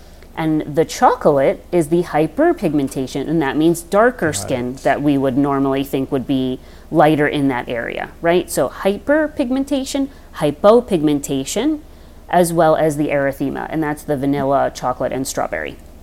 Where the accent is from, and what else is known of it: Long Island, New York, United States; born or raised there